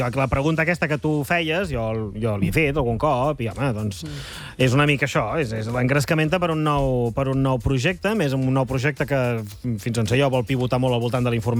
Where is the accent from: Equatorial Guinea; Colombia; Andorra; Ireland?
Andorra; jo com a andorrà